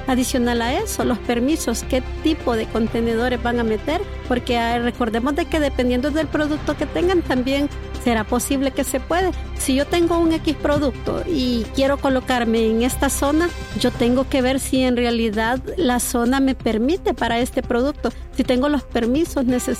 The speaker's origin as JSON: {"language": "Spanish", "country": "El Salvador"}